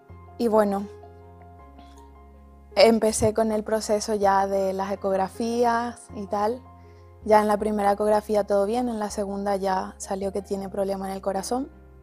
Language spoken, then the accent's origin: Spanish; Paraguay; tengo 23 años, soy de Paraguay y mami de Bastián.